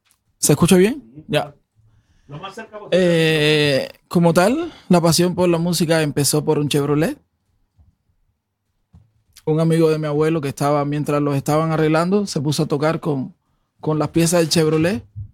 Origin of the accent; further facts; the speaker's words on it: Pinar del Río, Cuba; Soy de Pinar del Río.